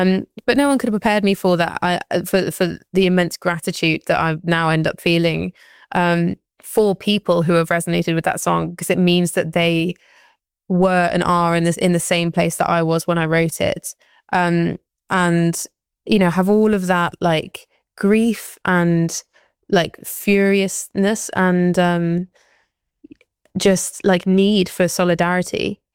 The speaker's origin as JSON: {"language": "English", "town": "Ashbourne", "region": "East Midlands", "country": "United Kingdom", "tie": "born or raised there", "moved": "yes", "said": "a child of like the rural English countryside, and growing up in Ashbourne, it's like I feel so fond and connected to it still"}